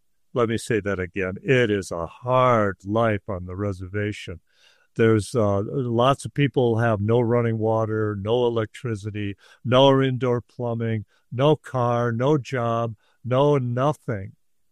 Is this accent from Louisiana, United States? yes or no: no; Texas, United States; We're from Texas, you know.